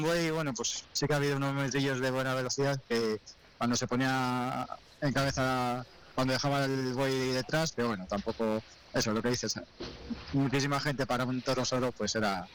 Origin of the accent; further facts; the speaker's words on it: Laguna de Duero, Castile and León, Spain; mañana mismo ya empieza la fiesta de mi pueblo, en Laguna de Duero.